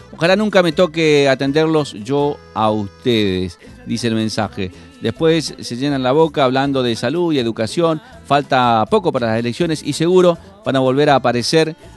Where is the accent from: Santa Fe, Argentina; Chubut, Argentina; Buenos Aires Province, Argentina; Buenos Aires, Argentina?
Santa Fe, Argentina; la mayoría somos gente de San Javier que estudian allá.